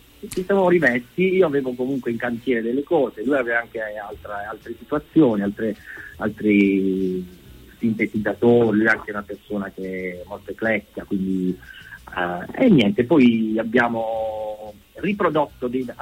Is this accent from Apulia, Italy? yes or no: yes; Mola di Bari, Apulia, Italy; io sono di Mola di Bari, e Niccolò è di Capurso, che sono due, sì, paesi a 15-20 km più o meno da Bari